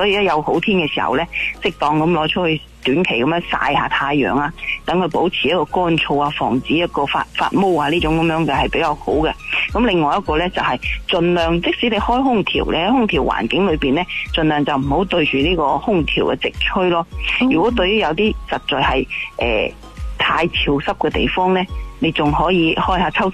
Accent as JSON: {"language": "Cantonese", "region": "Guangdong", "country": "China", "said": "我哋广东人最兴就煲汤啦"}